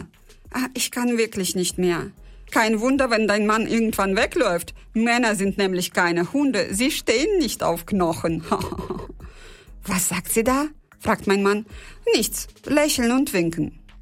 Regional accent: Uzbekistan; Meine Heimat Usbekistan hat mich überrascht.

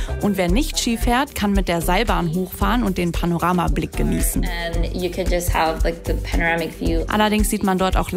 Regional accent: Santiago, Santiago Metropolitan Region, Chile; German is a second language; ich bin in Santiago de Chile geboren und aufgewachsen.

